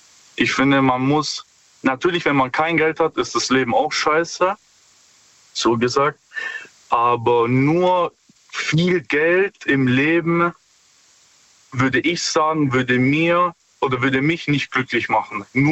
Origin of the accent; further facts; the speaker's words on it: Stuttgart, Baden-Württemberg, Germany; Ja, hi. Stuttgart.